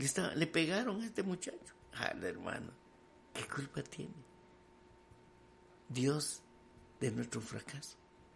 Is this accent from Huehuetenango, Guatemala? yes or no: no; San Pedro Sacatepéquez, San Marcos, Guatemala; now in La Esperanza, Guatemala; Soy de San Marcos, San Pedro, Zacatepeques. Y cuando yo vine a La Esperanza, hermano, hace 30 y pico de años